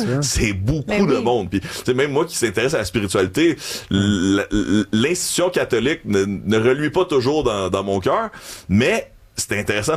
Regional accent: Quebec, Canada; On raconte, on est un peuple qui se raconte. On est la tradition orale, c'est porté chez nous.

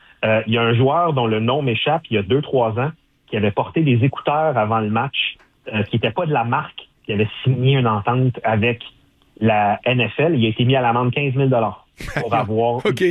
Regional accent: Montreal, Quebec, Canada; Et contrairement à plusieurs jeunes Québécois, malgré que j'ai grandi à Montréal, dans un quartier ouvrier à Montréal

